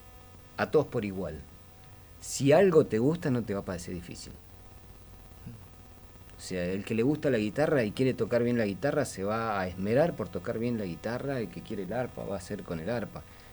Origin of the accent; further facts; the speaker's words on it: Buenos Aires, Argentina; born there; Yo soy hijo de paraguayo, a mí me enseñó mi papá, empecé a tocar a los 4 años y lo primero que aprendí fue la polca, la guaraña, y soy nacido en Buenos Aires.